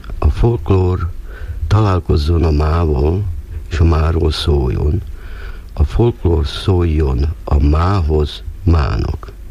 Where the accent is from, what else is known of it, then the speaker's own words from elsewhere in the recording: Hungary; now in Australia; Frau Lurz azt mondta, én csehszlovák vagyok. Ha mondtam, egy maradna tévedés, én magyar vagyok.